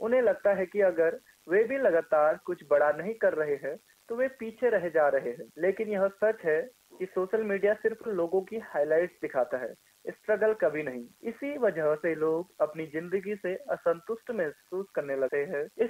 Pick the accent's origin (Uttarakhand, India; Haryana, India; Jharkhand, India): Uttarakhand, India; Pithoragarh; now in Almora, India; मैं वैसे मूल रूप से पिथौरागढ़ का निवासी हूँ, पर अभी अल्मोड़ा में रहता हूँ।